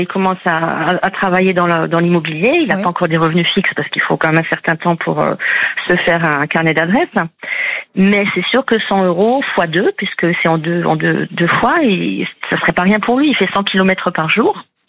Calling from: Valros, Occitanie, France; J'habite à Valrose dans l'Hérault.

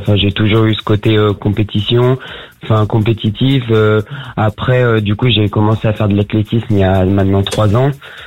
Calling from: Auvergne-Rhône-Alpes, France; Moi, je viens du côté de Lyon.

